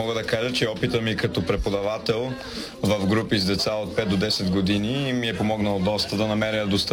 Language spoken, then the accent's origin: Bulgarian; Sofia, Sofia City, Bulgaria; От София.